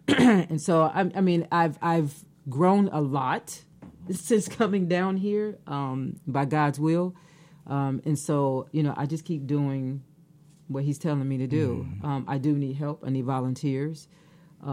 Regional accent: Chicago, Illinois, United States; moved away; I'm from Chicago. You know, I came down here about 8 years ago.

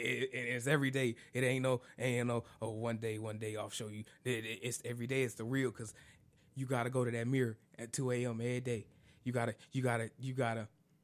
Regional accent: Champaign, Illinois, United States; I'm from Champaign, and I'm from two blocks of this park. I've been at this park growing up to live. That was like my second home.

